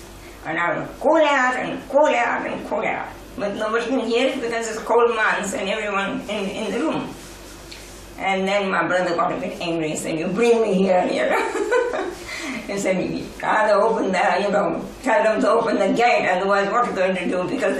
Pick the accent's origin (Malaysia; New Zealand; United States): New Zealand; and we said, I come from New Zealand.